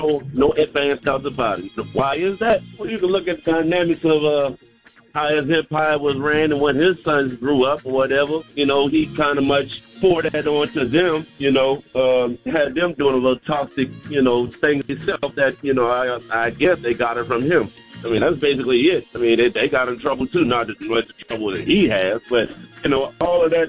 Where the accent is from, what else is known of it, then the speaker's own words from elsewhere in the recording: Charlotte, North Carolina, United States; from Charlotte, North Carolina.